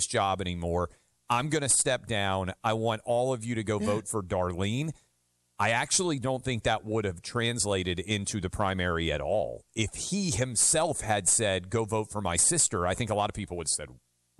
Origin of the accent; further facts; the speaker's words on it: the South, United States; because as a Southerner, sometimes people are worried about being unkind.